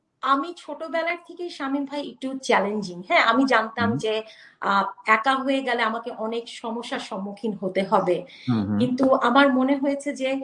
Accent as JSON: {"language": "Bangla", "country": "Bangladesh", "said": "এক হচ্ছে যে আমরা বাংলাদেশি, হ্যাঁ, so we came from like you know একটা ভ্যালুস থেকে, হ্যাঁ, একটা কালচার থেকে। তুমি যদি আমাকে বলো অ্যাজ এ বাংলাদেশি হিসেবে"}